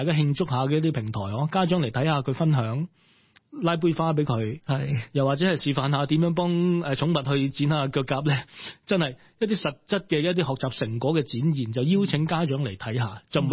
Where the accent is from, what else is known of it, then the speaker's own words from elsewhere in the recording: Tuen Mun, New Territories, Hong Kong; 唔係西貢，喺屯門。咁所以我其實有幾理解圍村啲文化嘅。